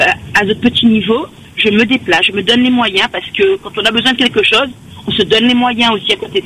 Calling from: Saint-Pierre, Réunion; j'habite sur Saint-Pierre

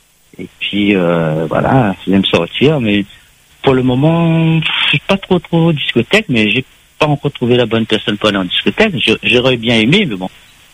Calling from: the West, Réunion; Ouais, je suis de l'Ouest.

